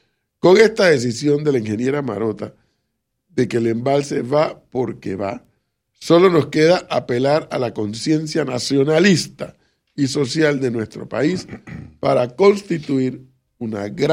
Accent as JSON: {"language": "Spanish", "country": "Panama", "said": "los campesinos no somos ciudadanos panameños y somos población descartable"}